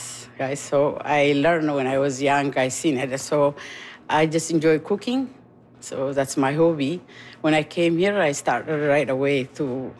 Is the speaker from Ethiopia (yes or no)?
yes; Ethiopia; now in London, Canada; I came from Ethiopia. I'm Ethiopian